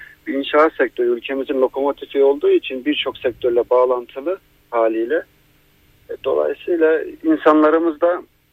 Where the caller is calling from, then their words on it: Ankara, Turkey; Ankara'dan.